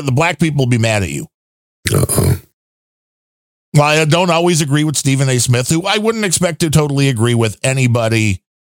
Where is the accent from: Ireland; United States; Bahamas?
Ireland; because, you know, I'm Irish, I was kind of interested.